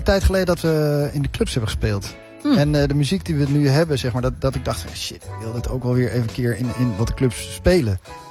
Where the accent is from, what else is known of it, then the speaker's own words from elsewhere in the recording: Haarlem, North Holland, Netherlands; Haarlem is toevallig mijn thuisstad.